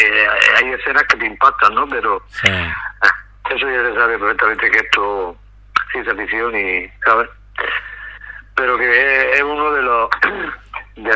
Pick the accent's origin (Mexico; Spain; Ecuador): Spain; Region of Murcia; yo soy murciano de pura cepa, como te he dicho